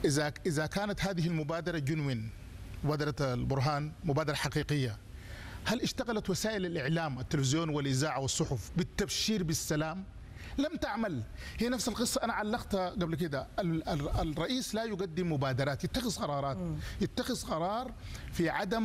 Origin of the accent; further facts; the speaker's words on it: Sudan; قوتنا الحقيقية كسودانيين